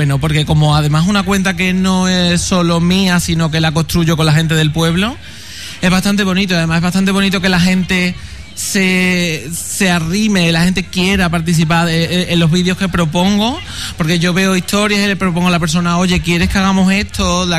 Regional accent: Cazalla de la Sierra, Andalusia, Spain; una asociación que se ha creado en mi pueblo con la idea de aunar a todos los artesanos de Cazalla

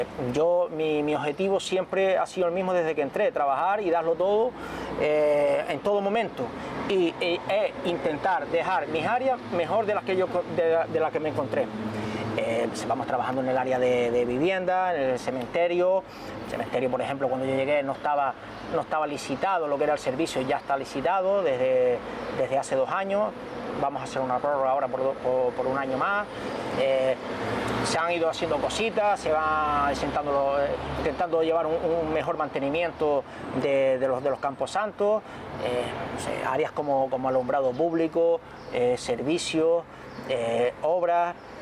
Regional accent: Tuineje, Canary Islands, Spain; es la plaza de mi pueblo, esta, donde uno ha jugado desde niño, donde te vio nacer, crecer. Y bueno, aparte de ser el casco histórico del municipio de Twineje

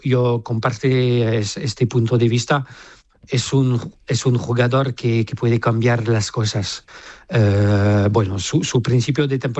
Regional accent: France; Spanish is a second language; pero en Francia no vamos a votar para un francés porque somos francés.

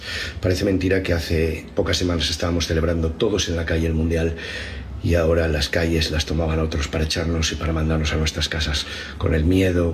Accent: Spain

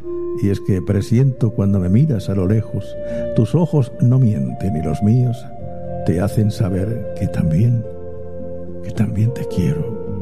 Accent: Spain; Me siento español porque soy español y porque amo mi bandera, que por cierto, tan bonita es.

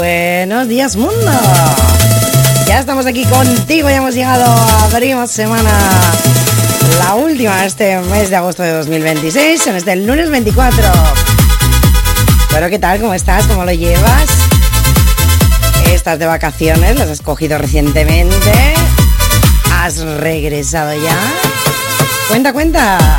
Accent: Barbastro, Aragon, Spain; mi tierra, de aquí de Barbastro.

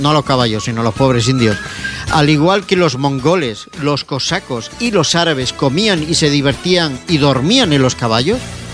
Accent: Catalonia, Spain; Yo es que soy catalán.

